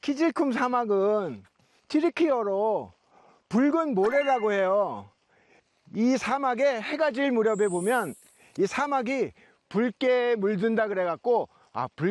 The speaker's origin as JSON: {"language": "Korean", "country": "South Korea", "said": "네, 한국에서 왔어요."}